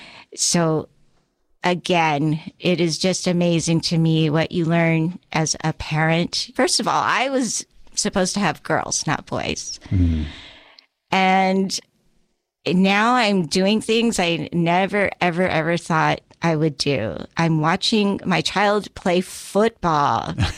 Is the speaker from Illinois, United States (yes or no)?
no; San Diego, California, United States; here I am, this little brat at Paradise Hills, in Paradise Hills, going to school